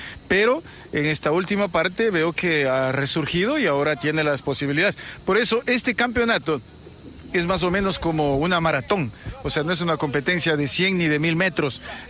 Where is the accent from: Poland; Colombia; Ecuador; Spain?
Ecuador; Ambato, Tungurahua; Quien le habla es de Ambato. Yo trabajo en Ambato, trabajo en Riobamba